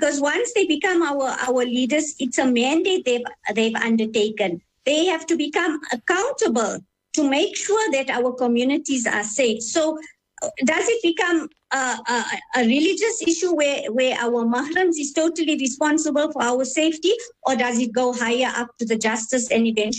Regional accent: Gauteng, South Africa; I grew up on the East Rand. My papa's business, he had a dry cleaning business in Kempton Park. So when we were little kids, right through our teenage years, we were there in Kempton Park

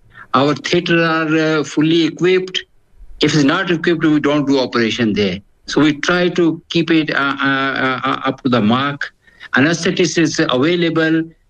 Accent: Pakistan; now in South Africa; because I'm from Pakistan.

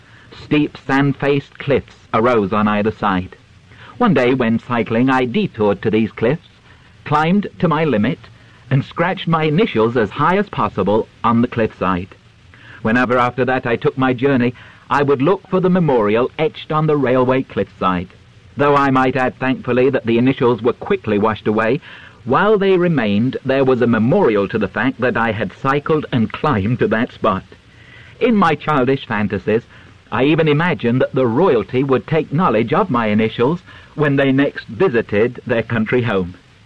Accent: King's Lynn, East of England, United Kingdom; It was always a thrill when I was a boy to travel some 14 miles from my hometown of King's Lynn to a seaside town of Hunstanton.

